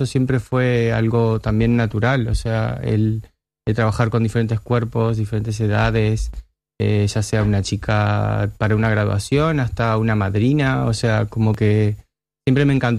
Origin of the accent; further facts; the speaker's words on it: Uruguay; moved away as an adult; now in Valencia, Spain; Trabajo en moda en Uruguay, en mi país.